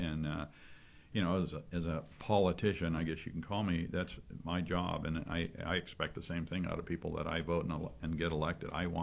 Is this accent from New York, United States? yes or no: no; California, United States